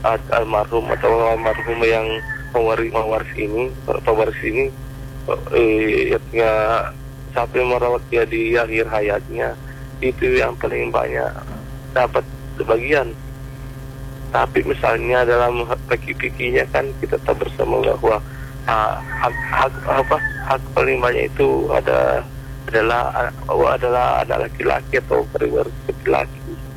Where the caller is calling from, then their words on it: Bone, South Sulawesi, Indonesia; Dengan … di Bone.